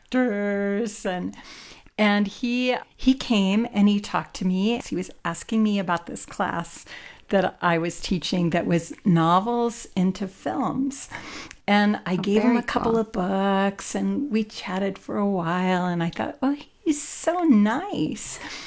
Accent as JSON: {"language": "English", "region": "Kentucky", "country": "United States", "tie": "born or raised there", "also_born_or_lived": "Massachusetts", "moved": "as an adult", "lives_now": "Durango, United States", "said": "I grew up in Western Kentucky"}